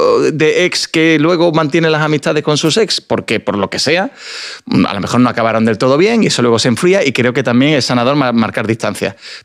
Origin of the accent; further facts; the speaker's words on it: Seville, Andalusia, Spain; todo el mundo sabe que yo soy del Sevilla y soy de una ciudad que sigue con mucha pasión.